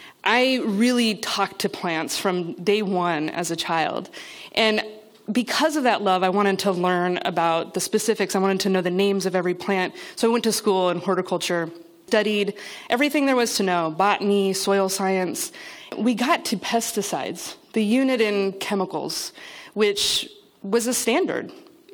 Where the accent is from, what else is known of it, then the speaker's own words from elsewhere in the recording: Pacific Northwest, United States; I grew up in the Pacific Northwest.